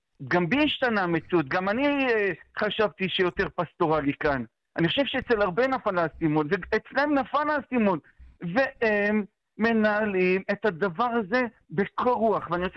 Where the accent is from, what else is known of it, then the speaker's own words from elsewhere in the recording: Jerusalem, Jerusalem District, Israel; שאני גדלתי עליהם כירושלמי, בסדר? אני נולדתי בתוך בית קפה, בסדר? בתוך ירושלים, בצדרום של הצדרום, ולימים התאהבתי בהתיישבות